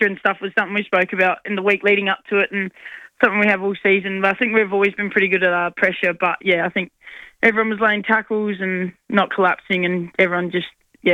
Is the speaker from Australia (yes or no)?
yes; Western Australia, Australia; I mean, they're my home state, so I always love versing the Eagles and Freo.